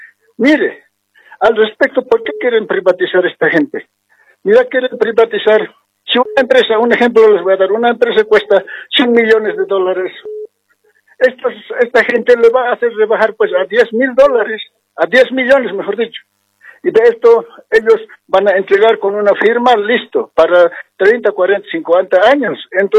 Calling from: El Alto, La Paz, Bolivia; Ciudad del Alto, de Distrito 8.

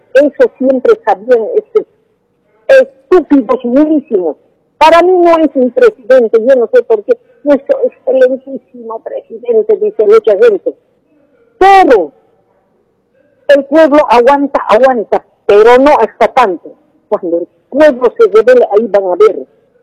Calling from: Montero, Santa Cruz, Bolivia; le hablo de aquí, de Montero, la señora.

